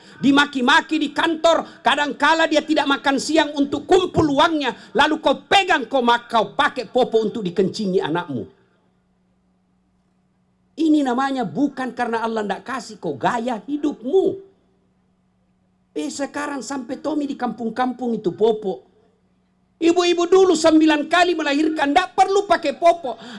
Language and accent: Indonesian; Indonesia; moved away; Bungi namanya, Patinjo ayahku, Patinjo. Taniak bugi, tapi macak bahasa bugi. Kampungku, saya dari kampung tadi. Kampung, petani. Saya waktu sekolah, itu dari Pekabata, naik dari Bungi, SMP Culuk.